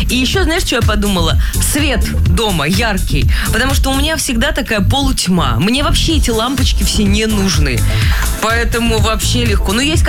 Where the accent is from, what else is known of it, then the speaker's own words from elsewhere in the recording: Kalyanovo, Russia; born there; Поэтому вот дома, где я родилась, в Кальяново, там все друг с другом дружат, понимаешь?